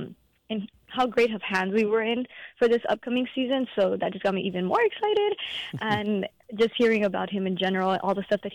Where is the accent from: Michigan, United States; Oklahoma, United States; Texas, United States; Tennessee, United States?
Texas, United States; of course, I'm from Texas, so growing up in the recruiting process, of course, I reached out to Baylor